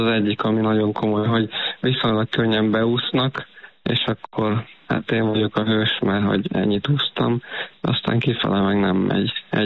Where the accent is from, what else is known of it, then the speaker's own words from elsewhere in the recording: Hungary; moved away; Én a Balatonnál nőttem fel. Nagyjából egy 30 évet éltem ott a közelében. De visszajárunk minden évben.